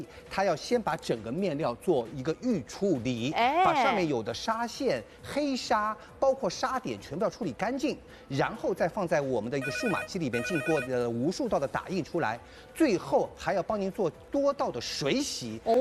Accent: China; 我们中国人

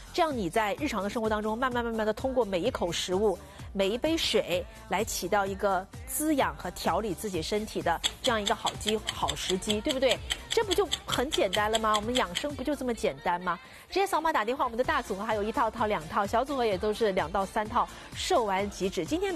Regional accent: Jiangxi, China; now in Shanghai, China; 我最早到上海来，因为我是江西人嘛，到上海来的时候，我们老家是没有喝西洋参的习惯的。

